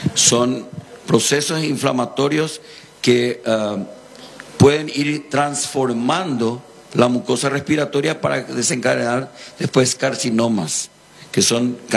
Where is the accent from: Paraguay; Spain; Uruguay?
Paraguay; San Bernardino, Cordillera; yo soy de San Bernardino, así que la ciudad más linda de Paraguay.